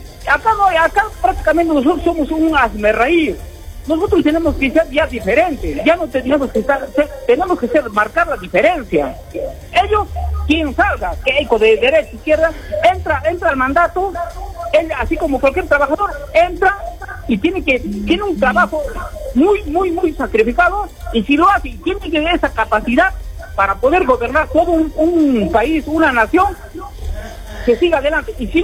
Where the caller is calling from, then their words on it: Peru; Nosotros somos peruanos